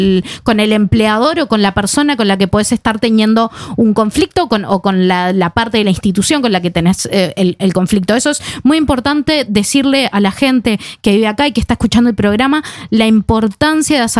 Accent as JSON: {"language": "Spanish", "country": "Uruguay", "said": "pero también como persona que tiene sus puntos ciegos viviendo en Uruguay, siendo uruguaya"}